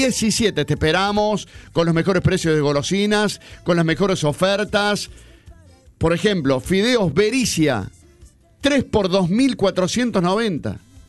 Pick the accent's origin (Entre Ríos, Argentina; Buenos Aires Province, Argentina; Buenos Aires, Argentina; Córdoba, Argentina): Córdoba, Argentina; born there; Mira, mi barrio, mira, donde nací, ahí en Alta Córdoba.